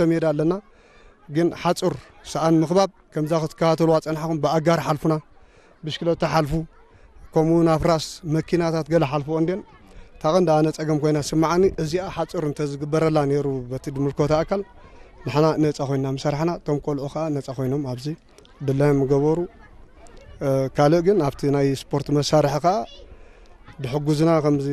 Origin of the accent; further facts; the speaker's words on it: Maekel, Eritrea; ኣብዚኣ ተወሊደ ከም ዓብየ